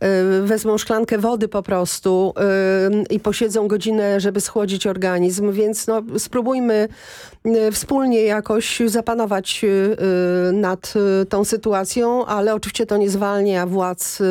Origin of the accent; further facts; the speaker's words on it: Warsaw, Masovian Voivodeship, Poland; jestem warszawianką